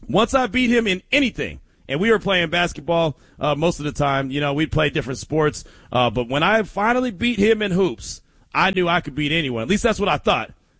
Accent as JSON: {"language": "English", "area": "the Bay Area", "region": "California", "country": "United States", "tie": "born or raised there", "said": "I grew up in the Bay"}